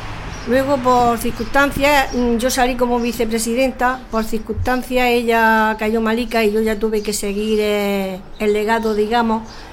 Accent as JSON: {"language": "Spanish", "town": "Marchena", "region": "Andalusia", "country": "Spain", "tie": "born there", "moved": "as an adult", "said": "Nací en la pedanía de Marchena. ¿Sí? Pero me vine aquí cuando tenía 20 años."}